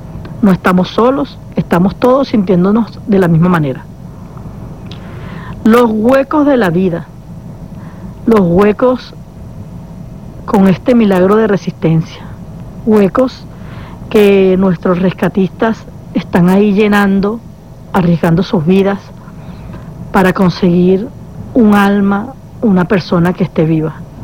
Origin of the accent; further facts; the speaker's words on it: Venezuela; Nosotros como seres humanos, como venezolanos, estamos hechos de madera firme, pero de madera flexible, que se levanta después de cada adversidad.